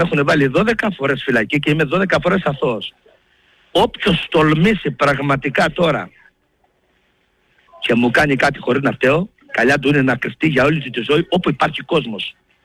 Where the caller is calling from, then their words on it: Crete, Greece; όλη η περιουσία μας στην Κρήτη είναι η ιδιοκτησία μας